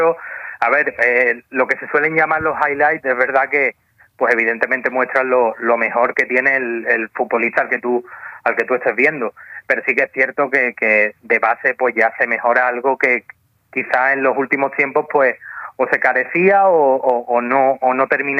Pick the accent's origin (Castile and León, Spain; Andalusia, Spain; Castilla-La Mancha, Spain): Andalusia, Spain; Seville; como sevillano da calor verlo